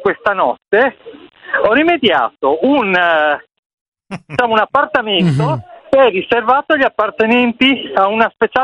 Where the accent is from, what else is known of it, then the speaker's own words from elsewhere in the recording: Ferrara, Emilia-Romagna, Italy; Perché vengo da Ferrara